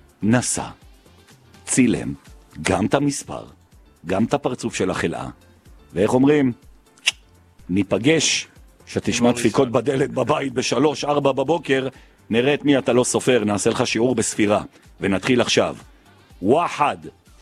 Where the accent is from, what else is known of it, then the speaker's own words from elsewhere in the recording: Jerusalem, Jerusalem District, Israel; בתור ירושלמים, אנחנו סובלים סבל מטורף.